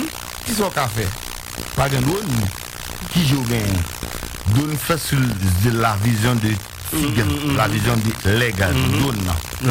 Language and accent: French; Haiti; nous sommes un haïtien qui est conscient de vivre en Haïti.